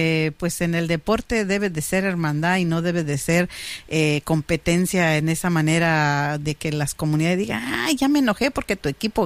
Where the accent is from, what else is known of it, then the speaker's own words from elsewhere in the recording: Mexico; somos mexicanos